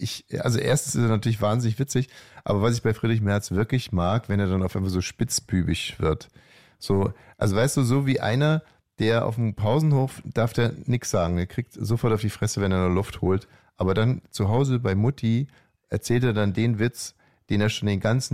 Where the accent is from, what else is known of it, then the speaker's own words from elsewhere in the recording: Bavaria, Germany; Ich komme aus Bayern